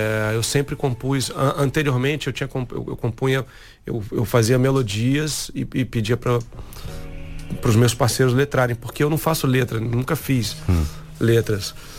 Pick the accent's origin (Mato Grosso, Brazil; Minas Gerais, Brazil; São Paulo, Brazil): Minas Gerais, Brazil; Belo Horizonte; now in Rio de Janeiro, Brazil; eu nasci no Rio de Janeiro e cresci em Belo Horizonte.